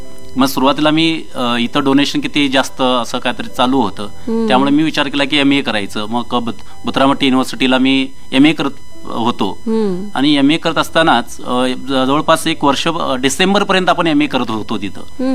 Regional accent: Kudremani, Karnataka, India; also born or lived in Belgaum; तिथं माझा जन्म 1973 मध्ये झाला आणि प्राथमिक शिक्षण मी तिथल्या आपल्या गावच्या कुद्रेमणी गावच्या मराठी शाळेमध्ये घेतलं. माध्यमिक शिक्षणही कुद्रेमणी हायस्कूल कुद्रेमणी इथं मी घेतलं.

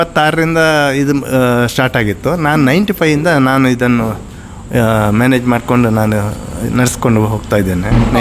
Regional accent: Padubidri, Karnataka, India; moved away as an adult; also born or lived in Bangalore; now in Shivamogga, India; ನಾನು ಹುಟ್ಟಿದ್ದು ನಮ್ಮ ಉಡುಪಿ, ಆವಾಗ ದಕ್ಷಿಣ ಕನ್ನಡ ಜಿಲ್ಲೆ ಇತ್ತು, ಉಡುಪಿ ಇದರಲ್ಲಿ ಡಿಸ್ಟ್ರಿಕ್ಟ್ ಅಲ್ಲಿ ಪಡುಬಿದ್ರಿ ಎಂಬ ಊರಲ್ಲಿ, ನರ್ಸಾಲ್ ಗ್ರಾಮ ಅಂತೇಳಿ. ಅಲ್ಲಿ ನಾನು SLC ವರೆಗೆ ಅದೇ ಪಡುಬಿದ್ರಿಯಲ್ಲಿ ಎಜುಕೇಷನ್ ಮಾಡಿ

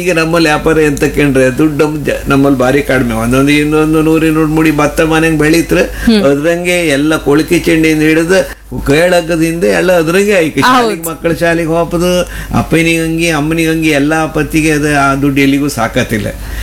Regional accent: Mallolli, Karnataka, India; ನಾನು ಹುಟ್ಟಿದ್ದು ಮಳ್ಳೊಳ್ಳಿಗೆ, ನಾವು ಬೆಳೆದು ಮಳ್ಳೊಳ್ಳಿಗೆ.

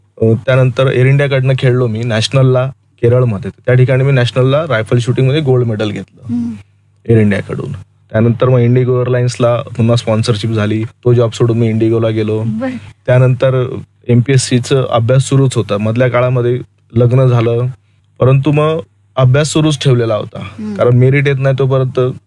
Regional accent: Bhusawal, Maharashtra, India; also born or lived in Jalgaon; now in Nashik, India; माझं बालपण आणि जन्म जळगाव जिल्ह्यामध्ये भुसावळला झालेला आहे. माझं शिक्षण भुसावळला आणि जळगावला झालेलं आहे.

